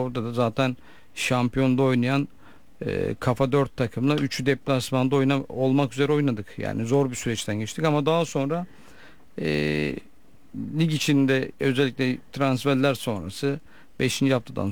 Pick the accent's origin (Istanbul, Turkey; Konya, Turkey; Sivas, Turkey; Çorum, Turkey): Sivas, Turkey; ben bir Sivaslı olarak